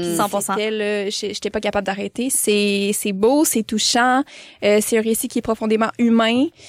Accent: Magog, Quebec, Canada; Moi, je viens de Magog

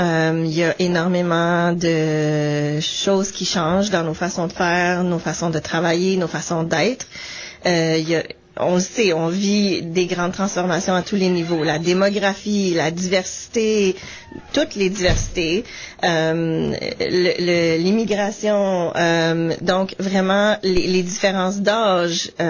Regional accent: our province, Manitoba, Canada; first language French; notre province était en train de faire des consultations au niveau de devenir une province véritablement bilingue

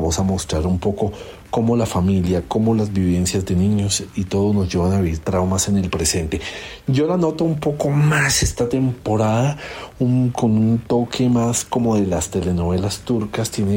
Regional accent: Colombia; vamos con música de mi tierra

